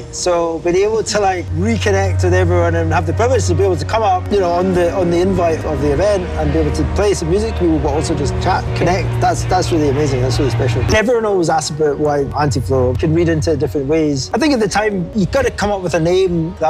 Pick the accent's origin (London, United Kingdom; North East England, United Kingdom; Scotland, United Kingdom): Scotland, United Kingdom; Glasgow; I was born in Glasgow, so I'm Glaswegian. Lived here till I went to University in Edinburgh, did that, fled back to Glasgow as quickly as I possibly could after the degree.